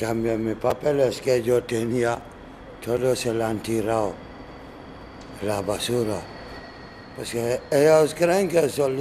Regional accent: Conakry, Guinea; Spanish is a second language; Soy de Guinea, Conakry.

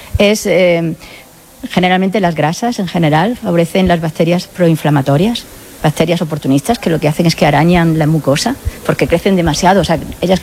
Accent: Jaén, Andalusia, Spain; Yo soy de Jaén y siempre tenía muchísima fe en el aceite de oliva.

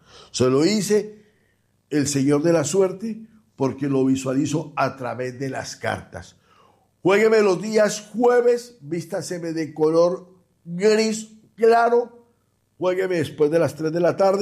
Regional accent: Mexico; moved away; de mi tierra, de México

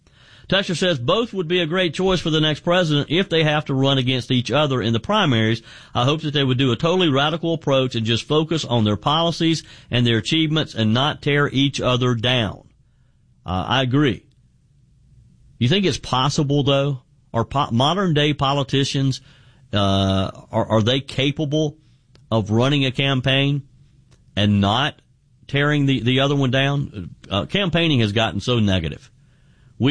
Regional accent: South Carolina, United States; Mario is in my home state of South Carolina.

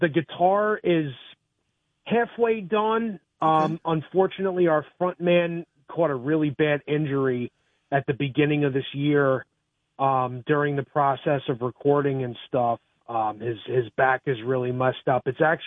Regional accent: Ossining, New York, United States; So I grew up in Ossining, New York, and I'm an MTV baby.

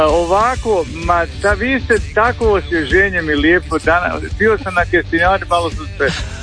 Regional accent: Hrvatska Kostajnica, Sisak-Moslavina County, Croatia; born there; Ja sam iz Kostanjče, inače. Rođen sam dolje i u Kostanjče.

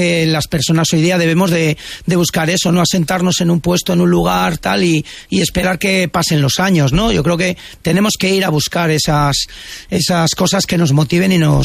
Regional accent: Íscar, Castile and León, Spain

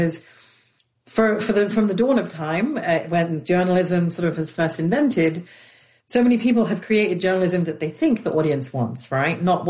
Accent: London, United Kingdom; I'm a big Arsenal fan, sorry, but born and raised in London.

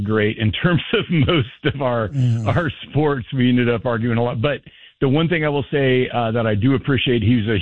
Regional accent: East Bay, California, United States; I was born and raised by family in the East Bay, and I got adopted when I was 9.

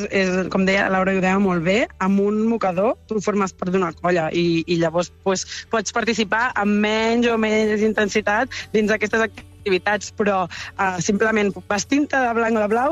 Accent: Granollers, Catalonia, Spain

